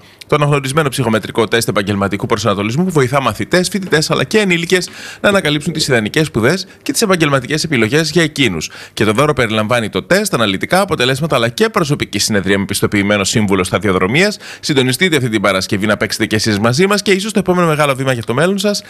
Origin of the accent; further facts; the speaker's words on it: Eastern Macedonia and Thrace, Greece; αφού από εκεί είμαι. Το χωριό μου είναι δίπλα στους Φιλίππους.